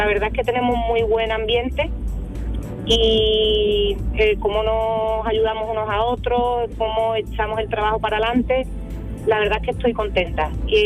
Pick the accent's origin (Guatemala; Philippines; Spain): Spain; Villamartín, Andalusia